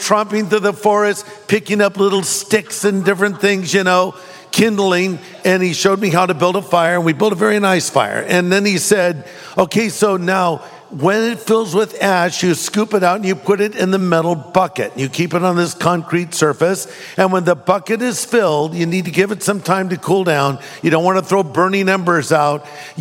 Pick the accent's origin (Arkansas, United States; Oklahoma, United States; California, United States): California, United States; Well, listen, I'm from California, okay?